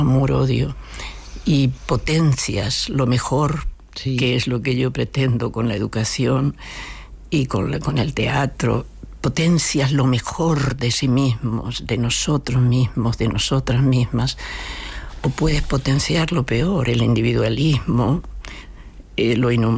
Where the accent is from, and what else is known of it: Argentina; born there; moved away